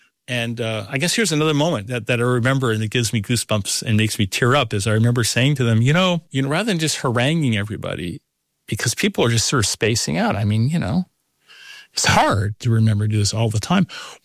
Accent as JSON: {"language": "English", "country": "United States", "moved": "yes", "lives_now": "Abu Dhabi, United Arab Emirates", "said": "I'm living in Abu Dhabi, but I'm still feeling the pain of recent decisions to go to war, of course, but feeling the larger pain as an American"}